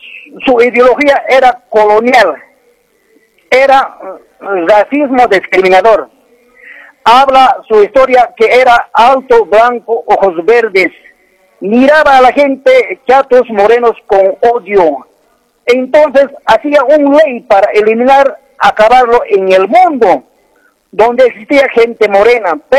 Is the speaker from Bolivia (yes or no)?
yes; Cochabamba, Bolivia; yo soy de Cochabamba, del departamento de Cochabamba, provincia Arani.